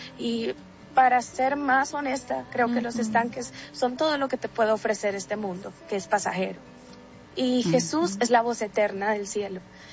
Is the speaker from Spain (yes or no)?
no; El Salvador; soy salvadoreña y tengo 19 años de edad.